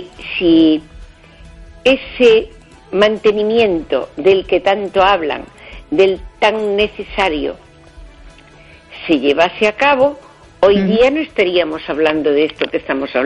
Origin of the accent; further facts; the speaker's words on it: Spain; De pequeña, pero desde muy pequeña, había incendios en mi pueblo, en Freans de Deva.